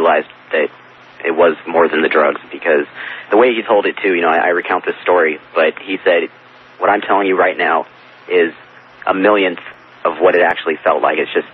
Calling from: Devore, California, United States; in DeVore, California.

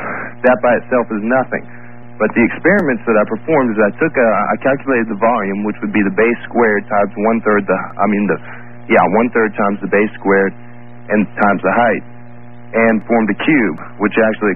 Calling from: Mississippi, United States; I'm in Mississippi.

